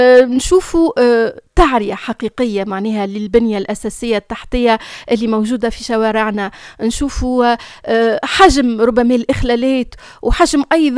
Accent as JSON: {"language": "Arabic", "country": "Tunisia", "said": "بلادنا تونس العزيزة علينا"}